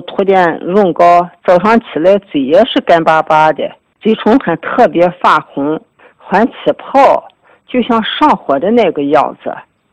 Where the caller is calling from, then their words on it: Changji, Xinjiang, China; 我来自新疆昌吉地区的，今年68岁